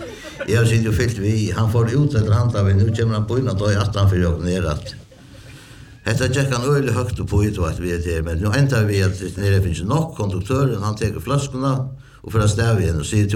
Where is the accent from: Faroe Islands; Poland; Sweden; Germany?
Faroe Islands; nej jag är inte norrman men jag kommer från en lille ösamfund uppe i norr. Färöarna.